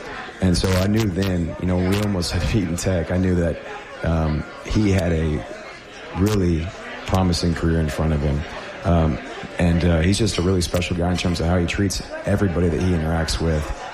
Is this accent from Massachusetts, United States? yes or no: no; Lubbock, Texas, United States; and I'm from Lubbock, so that place is special to me.